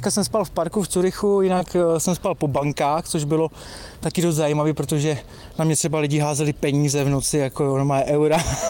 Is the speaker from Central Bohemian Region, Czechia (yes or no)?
no; Třebíč, Vysočina Region, Czechia; born there; já jsem z Třebíče, že jo, Třebíče je takový hokejový město